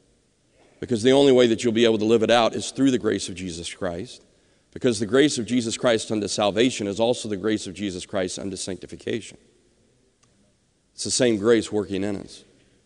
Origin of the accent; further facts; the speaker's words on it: Alabama, United States; which we were very familiar with growing up in Alabama.